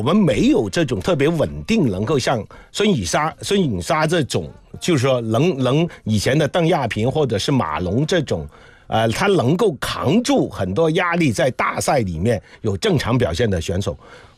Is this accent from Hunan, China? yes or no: no; Guangzhou, Guangdong, China; accent: Cantonese-accented Mandarin (广普); Chinese is a second language; 就是广州人啊，